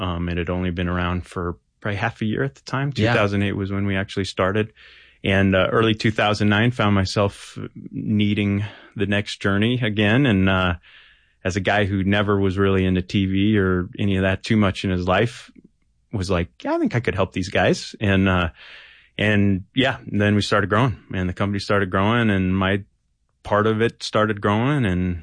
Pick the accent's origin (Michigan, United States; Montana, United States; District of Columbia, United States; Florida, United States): Montana, United States; Manhattan; So I am a Bozeman kid originally, actually Manhattan outside of Bozeman. That's where I grew up